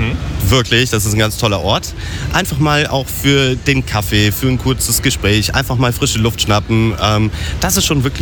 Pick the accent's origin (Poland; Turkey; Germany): Germany; North Rhine-Westphalia; Aus dem Sauerland.